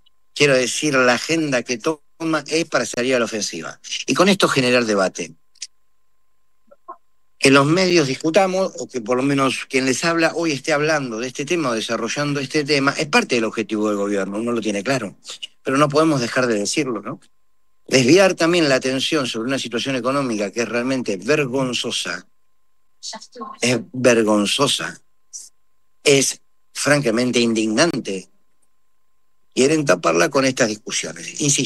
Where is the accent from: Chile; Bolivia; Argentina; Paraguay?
Argentina